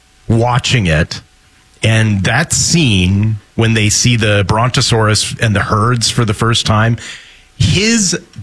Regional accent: Canada; as a Canadian

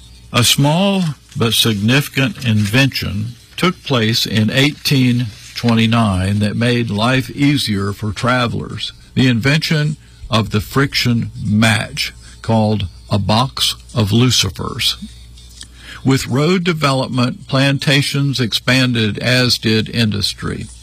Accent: the South, United States; Growing up in the South in the 1950s and 60s

